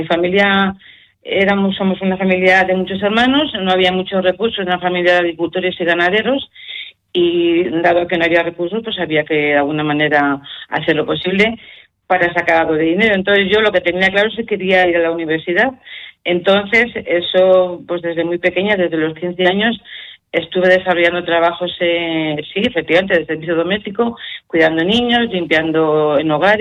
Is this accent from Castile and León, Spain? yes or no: yes; Arcos de la Llana, Castile and León, Spain; Pues mi pueblo es un pueblo muy pequeñito, bueno, hoy ya ha crecido bastante porque ya tiene casi 2.000 habitantes